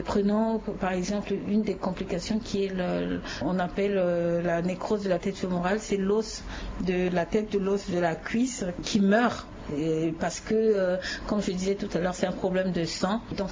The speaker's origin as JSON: {"language": "French", "country": "Central African Republic", "said": "chez nous, en Centrafrique"}